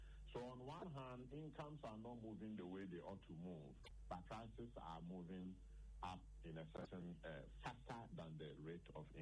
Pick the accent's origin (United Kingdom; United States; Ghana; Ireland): Ghana; I'm a Ghanaian worker.